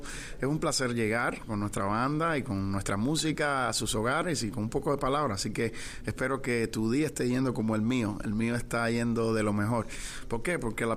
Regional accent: Cuba; soy de Cuba y nací en un hogar cristiano, un hogar pastoral.

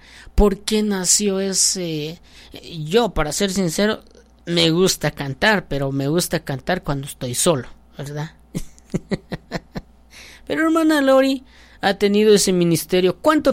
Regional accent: Guatemala; Y yo, como soy Chapín de corazón.

